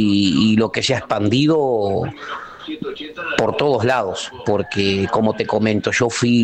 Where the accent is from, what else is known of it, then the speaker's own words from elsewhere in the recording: Caraguatá, Tacuarembó, Uruguay; Yo soy oriundo de ahí, de Caraguatá, me crié en Rincón de Pereira, ahí en las costas del Río Negro, sobre Paso Pereira, ahí en la estancia más bien más precisa de Las Mansas y de los hermanos Causilla, sobre la costa del Río Negro